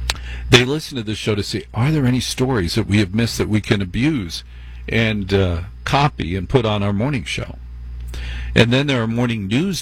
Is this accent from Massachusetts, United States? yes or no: no; New Jersey, United States; And I ain't no king, buddy. I'm from Jersey. Much tougher than being the king.